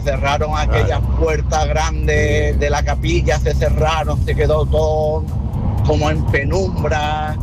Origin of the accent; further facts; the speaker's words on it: Marbella, Andalusia, Spain; now in Málaga, Spain; yo me he criado en Marbella y yo puedo decir que yo he estudiado debajo de un colegio de pago. Cuando yo vivía en Marbella, allí por la zona del Ángel